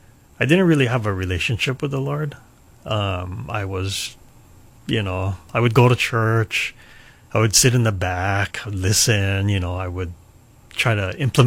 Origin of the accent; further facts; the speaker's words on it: Hilo, Hawaii, United States; growing up in Hilo, I didn't know too many Christian people